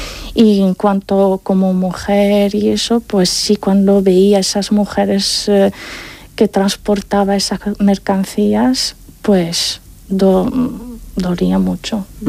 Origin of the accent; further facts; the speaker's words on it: Morocco; la facultad, muchas veces no creían que soy marroquí.